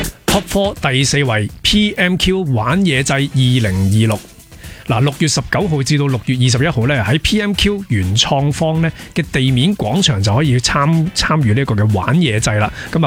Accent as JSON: {"language": "Cantonese", "country": "Hong Kong", "said": "伴随住我哋香港人长大"}